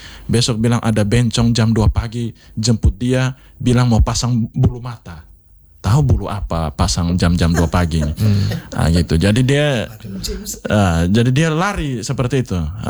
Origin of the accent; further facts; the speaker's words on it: Kupang, East Nusa Tenggara, Indonesia; kita orang Kupang